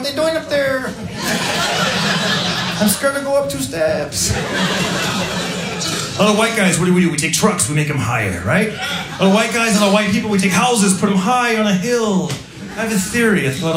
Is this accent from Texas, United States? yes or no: no; Fresno, California, United States; I grew up in Fresno, California. I grew up in a Latino neighborhood. Back then, nobody called me